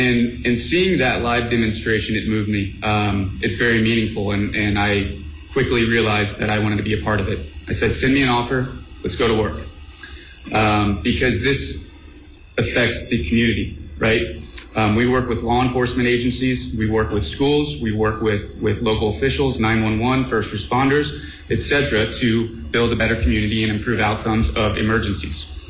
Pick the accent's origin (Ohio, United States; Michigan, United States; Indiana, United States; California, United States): Indiana, United States; Jasper; moved away as an adult; I moved back to my hometown in Jasper, Indiana 2 years ago